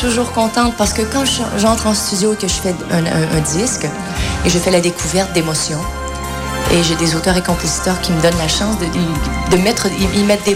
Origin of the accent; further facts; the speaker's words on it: Quebec, Canada; C'est sûr que je viens du Québec. Mes racines viennent de là-bas.